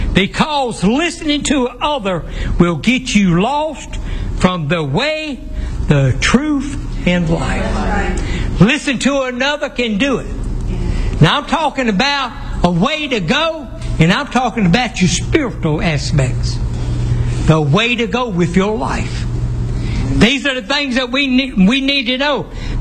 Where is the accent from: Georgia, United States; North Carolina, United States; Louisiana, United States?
Georgia, United States; I said, I'm from Georgia.